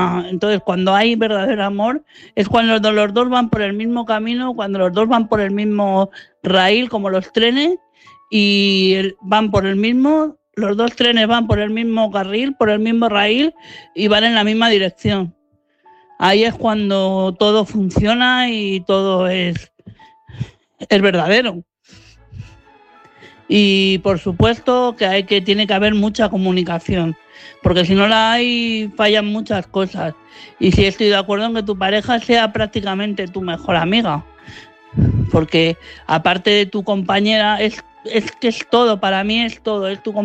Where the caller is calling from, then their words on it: Madrid, Community of Madrid, Spain; Buenas noches, Álvaro. Buenas noches, corresponsales. … de Madrid.